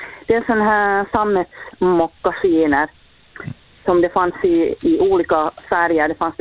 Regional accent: Hanko, Uusimaa, Finland; jag har vuxit upp i Hange

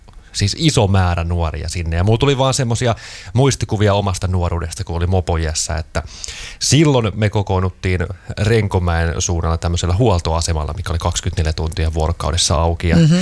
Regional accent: Lahti, Päijät-Häme, Finland; moved away; mä oon alun perin Lahdesta kotoisin, mutta sieltä pois muuttanut. Ja tulee käyty aina silloin tällöin siellä vanhempien luona

